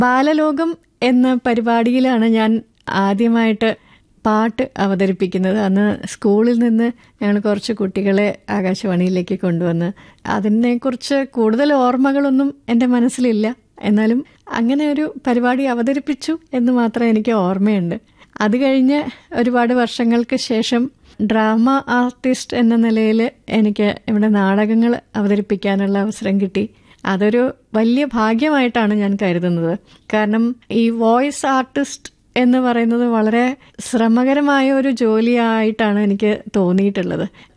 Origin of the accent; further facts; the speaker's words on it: Thiruvananthapuram, Kerala, India; എന്റെ വീട് തിരുവനന്തപുരത്താണ്.